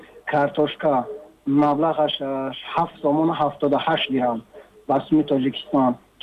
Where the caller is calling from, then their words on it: South Korea; Мо аз ҷумҳурии Корея ба шумо тамос гирифтем.